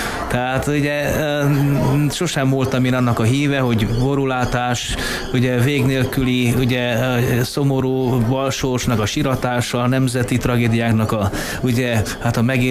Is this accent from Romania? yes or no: yes; Bonyha, Mureș County, Romania; also born or lived in Marosvásárhely; Igen, hát ugye Marosvásárhely közelében, tehát az iskola, Marosvásárhelyen jártam többnyire, de Bonyháról származom, ami Marosvásárhely melletti községnek számít, 30 kilométerre van Marosvásárhelytől